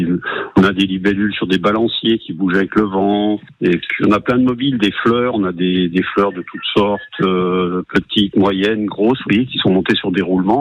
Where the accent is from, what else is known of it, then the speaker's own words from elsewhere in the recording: Auvergne-Rhône-Alpes, France; now in Sanguinet, France; parce que moi je viens du métier du bois. Quand j'étais jeune, mais pas dans les Landes, en Haute-Savoie. Moi, je suis un ancien exploitant forestier de la Haute-Savoie.